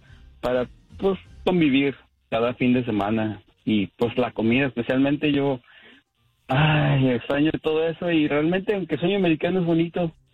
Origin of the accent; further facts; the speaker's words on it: Guadalajara, Jalisco, Mexico; now in United States; Yo soy de Guadalajara y extraño, y por tanto que tengas aquí el sueño americano, ay, Dios mío.